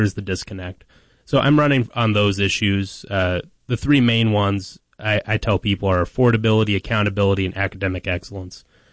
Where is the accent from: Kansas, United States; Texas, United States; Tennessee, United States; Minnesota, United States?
Minnesota, United States; Sure. I grew up here in Minnesota. I want them to grow up here in Minnesota as well.